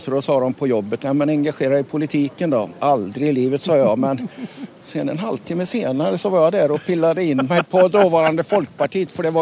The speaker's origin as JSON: {"language": "Swedish", "town": "Lidköping", "region": "Västra Götaland County", "country": "Sweden", "said": "Jag är från Lidköping"}